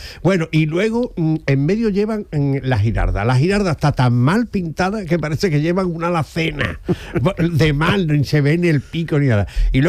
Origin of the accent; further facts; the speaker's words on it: Spain; Ahora lo tengo que ver porque soy español y me vuelve loco ver esa sangre española, cómo fluye y cómo pasan cosas.